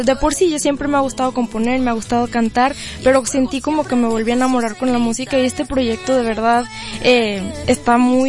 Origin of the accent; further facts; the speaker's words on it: Zacatecas, Mexico; born there; De Zacatecas. Yo nací en Zacatecas.